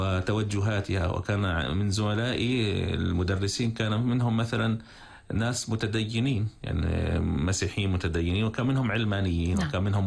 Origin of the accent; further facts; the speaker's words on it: Syria; أنا طبعا أعتز بسوريا وأنا ابن سوريا، ولكن حاولت أن أكون رسولا لسوريا بكل بلد أزوره